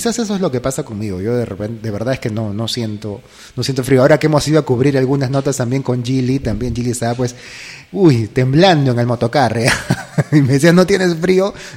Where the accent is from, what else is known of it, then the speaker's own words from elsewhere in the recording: Lima, Peru; Bueno, yo soy de Lima, he vivido toda mi vida en Lima.